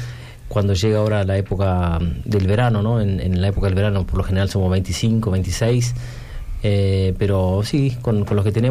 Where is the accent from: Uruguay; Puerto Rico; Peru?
Uruguay; Rivera; moved away as an adult; also born or lived in Montevideo / Pando; now in Tacuarembó, Uruguay; si bien soy de Rivera